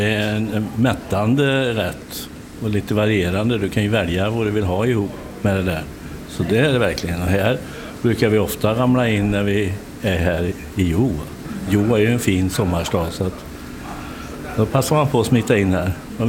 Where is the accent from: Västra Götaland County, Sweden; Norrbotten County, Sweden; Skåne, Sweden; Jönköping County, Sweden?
Västra Götaland County, Sweden; Lidköping; För att vi är från Lidköping och där kan vi få hälften av varje.